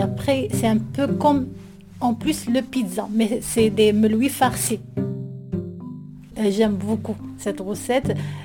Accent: Morocco; Je suis une Marocaine … J'ai 3 enfants.

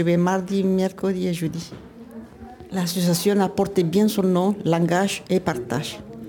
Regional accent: Colombia; French is a second language; now in France; Ça fait 43 ans que je suis en France. Je suis de Colombie. Bon, le français, je le parle bien et je le lis, très bien même, mais je ne l'écris pas.

